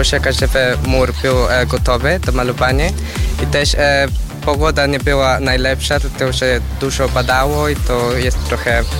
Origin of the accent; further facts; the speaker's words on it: Colombia; Polish is a second language; now in Wrocław, Poland; ja jestem z Kolumbii